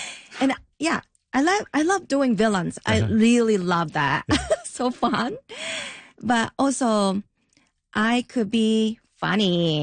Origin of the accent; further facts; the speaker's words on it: Japan; English is a second language; I'm from Japan and like there's a storytelling happening in the beginning, but that's real my story.